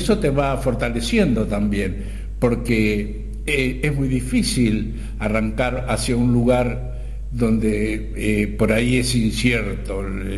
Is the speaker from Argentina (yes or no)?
yes; Argentina; No, soy argentino